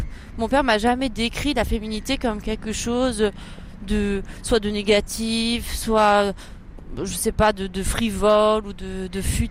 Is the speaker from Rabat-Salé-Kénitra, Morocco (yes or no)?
yes; Rabat, Rabat-Salé-Kénitra, Morocco; J'ai été élevée à Rabat, au Maroc, dans les années 80 et 90. Donc, bon, c'est la capitale du Maroc